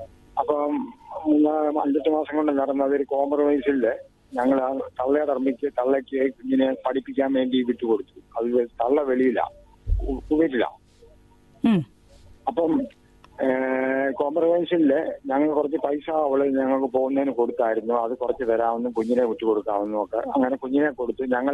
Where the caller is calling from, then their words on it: Konni, Kerala, India; ഞാൻ പിന്നെ കോന്നിന്നാ വിളിക്കുന്നത്.